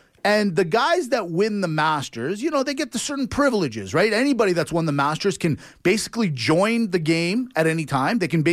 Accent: Canada; And by the way, we might be two Greek guys, but we're proudly Canadian.

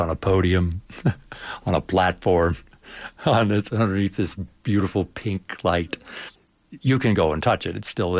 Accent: Toronto, Ontario, Canada; I was born and raised in Toronto.

